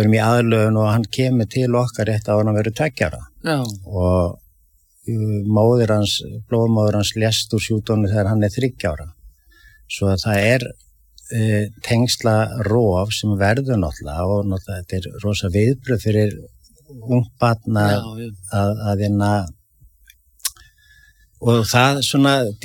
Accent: Reykjavík, Capital Region, Iceland; ég elst upp í Álftamýrinni og síðan flytjum við nýr í miðbæ þegar ég 11 ára og ég klára sem sagt Álftamýra skóla 12 ára bekkin og fer síðan í Laugalíka skóla

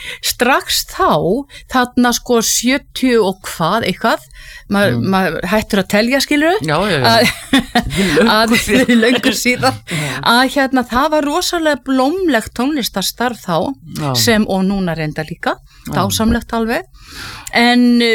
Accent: Hvolsvöllur, Southern Region, Iceland; En ég er fædd og uppalinn í Rangavallasýslunni og að mestu leiti á Hvolsvelli.

